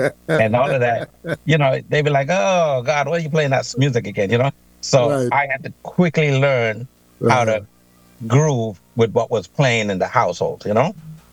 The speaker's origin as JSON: {"language": "English", "region": "London", "country": "United Kingdom", "tie": "born there", "said": "So I'm a a British citizen born in London with a Catician and Antiguan parents."}